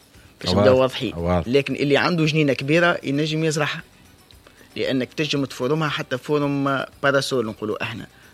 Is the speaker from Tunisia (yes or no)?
yes; Tunisia; اللي عندنا في تونس.